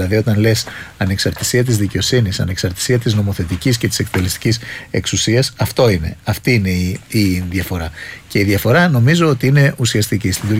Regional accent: Greece; και ως Έλληνες είμαστε πολύ περήφανοι

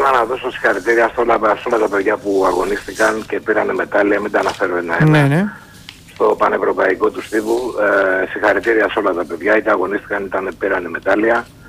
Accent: Egaleo, Attica, Greece; Εγώ μεγάλωσα στο Εγάλιο. Οι δυτικές λοιπόν συνοικίες και την εποχή του 60 και 70 δεν ήταν και καλύτερες.

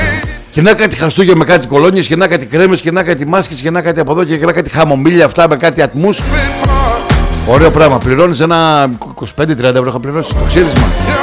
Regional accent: Sykies, Central Macedonia, Greece; Σικές μεγάλωσα, ναι.

